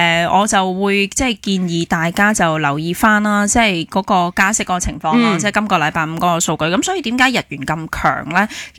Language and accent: Cantonese; Hong Kong; 我哋香港人好勤力，